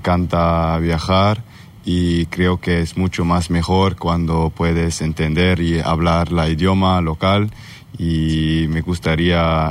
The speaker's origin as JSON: {"language": "Spanish", "country": "Sweden", "second_language": "Spanish", "said": "Sí, soy de Suecia."}